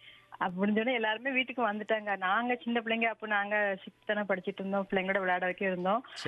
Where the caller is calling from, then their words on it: Thirukkurungudi, Tamil Nadu, India; நீ எந்த ஊரு அப்படின்னா, நாங்க திருக்குறுங்குடி அப்படின்னு சொன்னேன்.